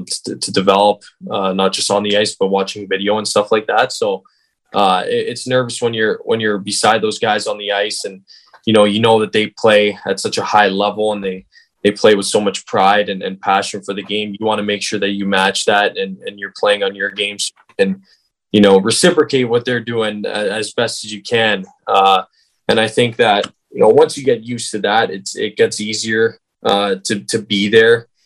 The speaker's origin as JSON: {"language": "English", "town": "Toronto", "region": "Ontario", "country": "Canada", "said": "My favorite team was the Leafs. Obviously, I was being from Toronto. It's kind of hard not to be a Leafs fan if you're from there"}